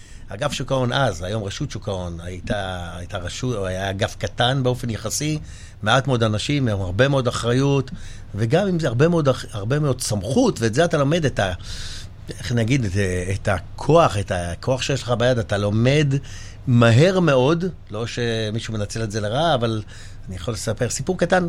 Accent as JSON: {"language": "Hebrew", "town": "Netanya", "region": "Central District", "country": "Israel", "tie": "born or raised there", "also_born_or_lived": "Jerusalem", "said": "יליד נתניה. גאה להגיד שאני נתניאתי. גדלתי בנתניה, למדתי בנתניה. אמנם את התארים הראשון והשני עשיתי בירושלים, אז לא שהפכתי להיות ירושלמי, אבל הייתי לא מעט שנים בירושלים."}